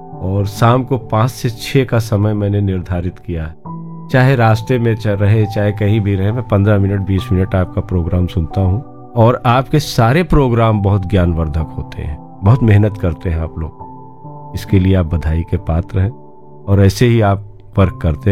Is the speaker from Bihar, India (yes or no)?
no; Gonda, Uttar Pradesh, India; हमारे जिले में ये पहला रेडियो स्टेशन जो है संचालित हो रहा है